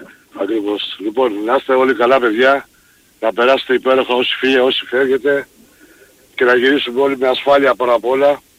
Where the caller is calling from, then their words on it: Greece; από την Μετρούπολη.